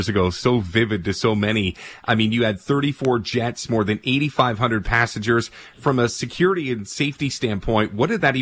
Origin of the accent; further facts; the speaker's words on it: Canada; And there's days where being Canadian feels routine.